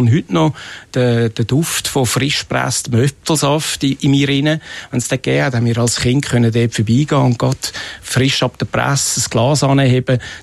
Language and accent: German; Höngg, Zurich, Switzerland; born or raised there